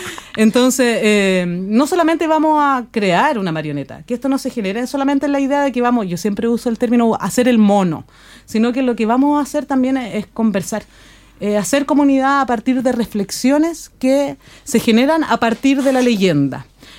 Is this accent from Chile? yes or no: yes; Malloa, O'Higgins, Chile; Somos gente de Malloa